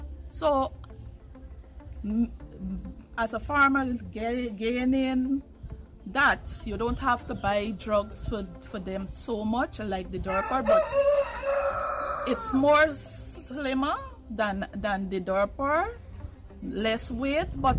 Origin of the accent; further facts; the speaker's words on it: Lovely Lass, Mahaica-Berbice, Guyana; I'm from Lovely Lass, West Coast Corbis, Region 5.